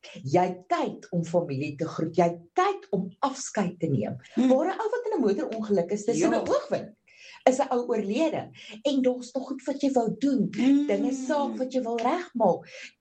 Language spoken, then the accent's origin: Afrikaans; Ermelo, Mpumalanga, South Africa; En daar uit Pumalanga in Ermelo